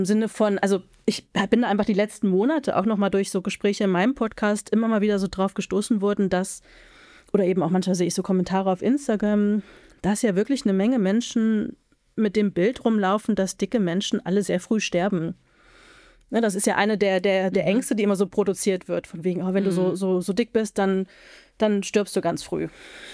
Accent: Halle, Saxony-Anhalt, Germany

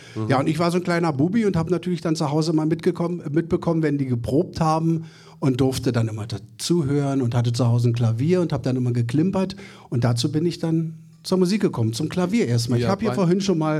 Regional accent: Berlin, Germany; Urberliner. Hört man, ne? Ich bin Berliner, also ganz, ganz echt. Ich bin jetzt an den Stadtrand gezogen. Mir wurde das hier zu viel in Berlin.

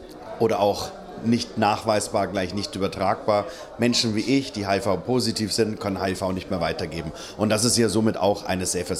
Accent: Germany; now in United States; wobei es in Deutschland bei uns ja auch gerade sehr herausfordernd aussieht, aber das ist halt hier mein Heimatland und ich will dann lieber den Kampf für unsere Rechte, den wir weiterhin kämpfen müssen, hier kämpfen.

